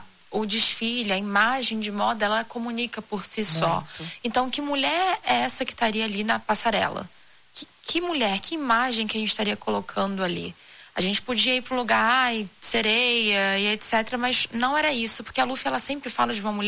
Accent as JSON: {"language": "Portuguese", "town": "Niterói", "region": "Rio de Janeiro", "country": "Brazil", "tie": "born or raised there", "also_born_or_lived": "Belém", "lives_now": "São Paulo, Brazil"}